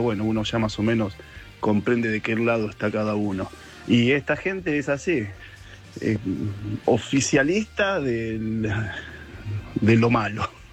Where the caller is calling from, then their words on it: Olivos, Buenos Aires Province, Argentina; de Olivos